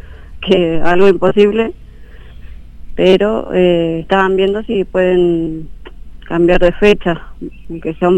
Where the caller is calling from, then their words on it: General Rodríguez, Buenos Aires Province, Argentina; Nosotros somos de Vista Linda, acá de General Rodríguez.